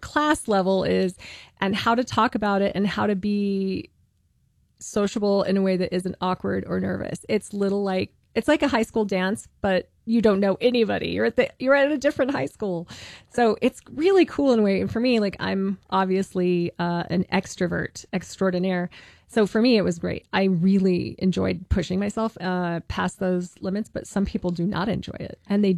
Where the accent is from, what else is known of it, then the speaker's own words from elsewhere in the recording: Belen, New Mexico, United States; I'm actually from Belen, New Mexico, and I was born in the Belen General Hospital, which is a building that still stands